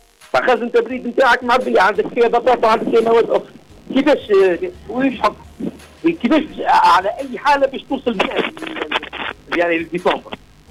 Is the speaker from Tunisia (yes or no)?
yes; Bizerte Governorate, Tunisia; المشاكل اللي عندنا في بنزرت